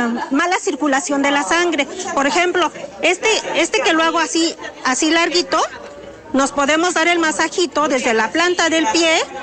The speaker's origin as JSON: {"language": "Spanish", "town": "Santa Inés Ahuatempan", "region": "Puebla", "country": "Mexico", "said": "Vengo de Santa Inés Aguatempan, Puebla, y nos estamos dando la tarea de sembrar el estropajo de guaje"}